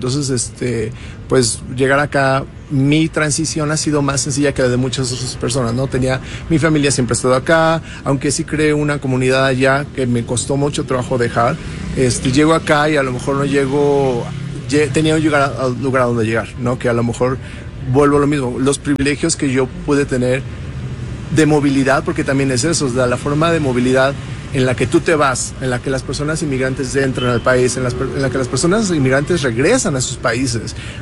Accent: Mexico City, Mexico; moved away as an adult; also born or lived in New York; Pues soy originalmente de Ciudad de México, ya me fui grande a Estados Unidos, a Nueva York, estuve ahí viviendo 11 años

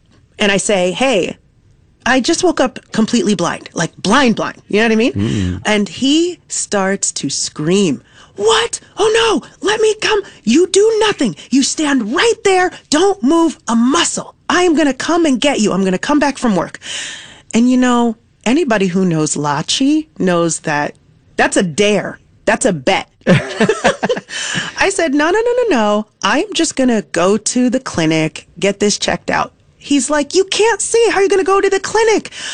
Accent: Nigeria; also born or lived in New York

